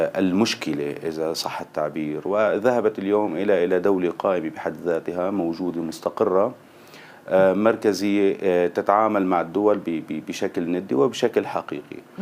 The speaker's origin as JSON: {"language": "Arabic", "country": "Syria", "said": "احنا كسوريين استفدنا منه بشكل كبير جدا،"}